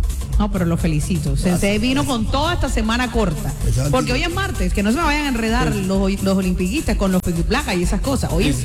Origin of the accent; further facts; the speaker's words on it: Cartagena, Bolívar, Colombia; nos preparamos como colombianos, como cartageneros para ejercer el derecho al voto.